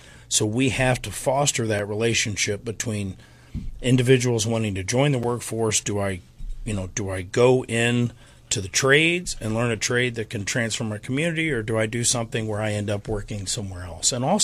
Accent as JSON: {"language": "English", "town": "Springfield", "country": "United States", "tie": "born or raised there", "said": "Born and raised in Springfield. Third generation and actually fourth generation here in Springfield."}